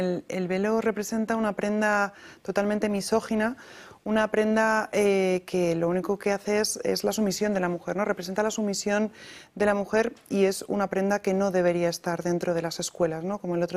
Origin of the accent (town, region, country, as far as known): Spain